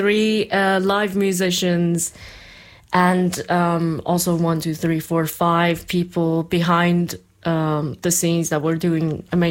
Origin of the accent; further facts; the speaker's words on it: Iran; English is a second language; now in Germany; I'm from Iran and I used to do theater back in Iran as a child growing up.